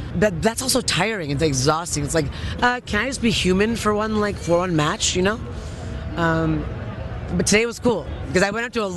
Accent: Michigan, United States; now in Los Angeles, United States; In LA, I'll say this specifically. I grew up in Michigan, but I'll say this.

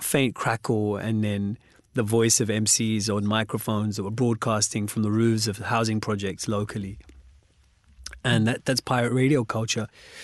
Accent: Wembley, London, United Kingdom; I grew up in Wembley.

